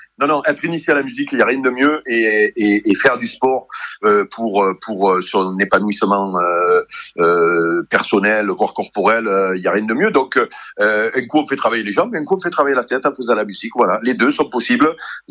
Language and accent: French; Robion, Provence-Alpes-Côte d'Azur, France; Moi, je suis de Robion